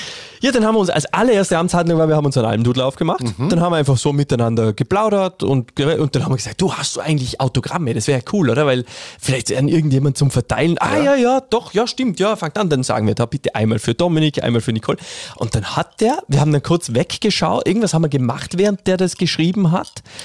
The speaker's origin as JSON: {"language": "German", "region": "Vorarlberg", "country": "Austria", "said": "Wir sind Vorarlberger, wir sind ja keine Wiener"}